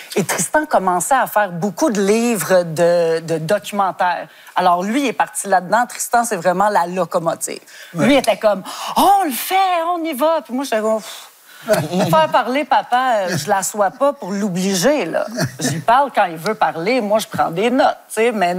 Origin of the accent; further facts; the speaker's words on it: Westmount, Quebec, Canada; J'ai grandi à Westmount, donc j'ai vu les autres amis qui ont grandi à Westmount.